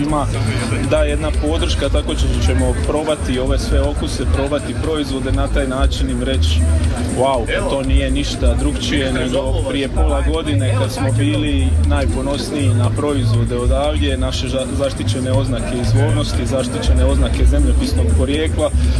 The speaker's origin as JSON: {"language": "Croatian", "town": "Vukovar", "region": "Vukovar-Syrmia County", "country": "Croatia", "said": "pa ja sam iz Vukovara"}